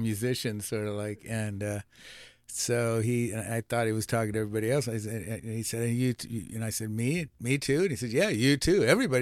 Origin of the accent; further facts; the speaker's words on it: Petaluma, California, United States; also born or lived in Northridge; I was born in Northridge, California.